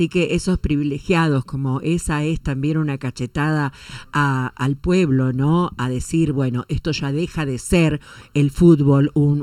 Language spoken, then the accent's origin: Spanish; Argentina; Nos reconforta saber que somos argentinos